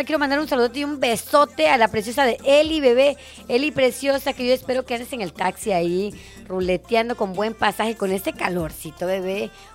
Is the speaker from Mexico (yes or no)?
yes; Mexico; Sabemos muy bien que somos mexicanos.